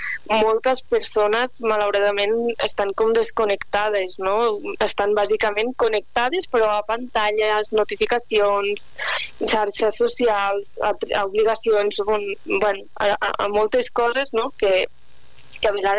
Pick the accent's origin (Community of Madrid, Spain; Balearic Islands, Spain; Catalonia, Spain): Catalonia, Spain; Barcelona; moved away as an adult; now in Oliana, Spain; jo soc de Barcelona de tota la vida, vaig néixer allà i, bueno, semblarà una mica tòpic, no?, però bàsicament vaig arribar a Oliana, a l'Alt Urgell, per amor.